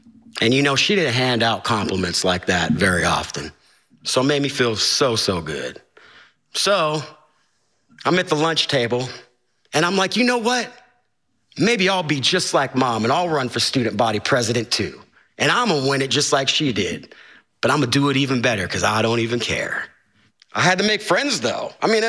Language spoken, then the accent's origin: English; Topeka, Kansas, United States; moved away as an adult; now in Los Angeles, United States; I spent my first 17 years in Topeka in the city.